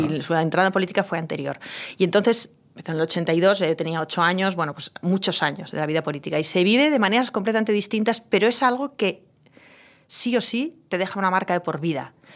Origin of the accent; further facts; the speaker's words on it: Pamplona, Navarre, Spain; Es curioso, porque yo tenía 18 años, y un sitio como Navarra, bueno, pues te condiciona mucho, te conoce todo el mundo, un sitio como Pamplona, ciudad pequeña, te conoce todo el mundo, la seguridad es un factor muy importante.